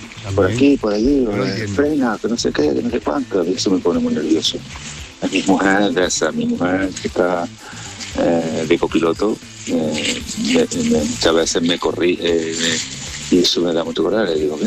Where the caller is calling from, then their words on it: Córdoba, Andalusia, Spain; de Córdoba.